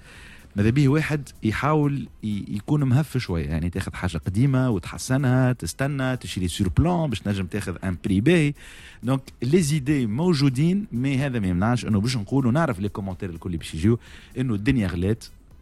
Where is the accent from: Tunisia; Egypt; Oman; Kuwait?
Tunisia; انا كمواطن تونسي